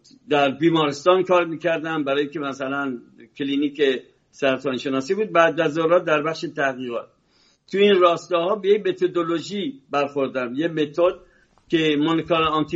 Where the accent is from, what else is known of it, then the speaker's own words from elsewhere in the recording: Iran; now in France; من ایرانی هستم ولی اصلا ربطی هم به شاه ندارم.